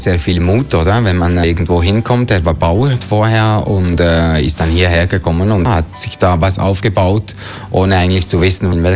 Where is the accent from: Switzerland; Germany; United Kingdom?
Switzerland; Biel, Bern; Also ursprünglich komme ich auch aus Biel, eine Stadt ungefähr 30 Kilometer nördlich von Bern. Bin da aufgewachsen. Meine Mutter kommt aber aus dem Wallis, aus Komotana.